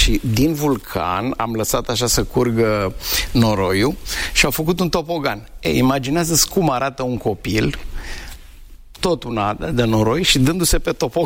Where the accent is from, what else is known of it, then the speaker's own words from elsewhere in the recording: Bucharest, Romania; also born or lived in Buzău County; Doar m-am născut, pentru că la 2 ani deja eram în București. Păstrez o amintire deosebită și